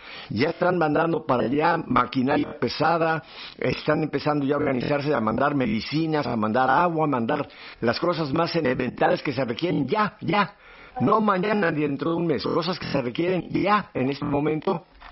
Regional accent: Mexico; now in United States; yo soy americano, yo tengo una nacionalidad americana aunque soy mexicano, y eso nunca me se lo va a quitar

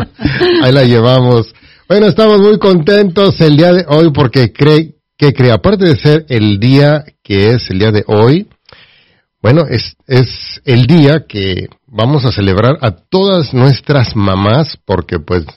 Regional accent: Mexico; Sí, porque siendo mexicanas las celebramos el día 10 y el segundo domingo de mayo

